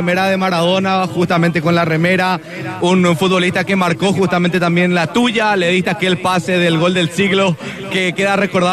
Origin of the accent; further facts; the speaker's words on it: Paraguay; El saludo para vos, justamente desde Paraguay, para la Rock and Pop, Grupo Ñanduti.